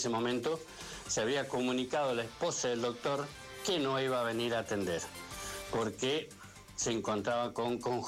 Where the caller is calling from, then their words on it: Alvear Oeste, Buenos Aires, Argentina; de Alvear Oeste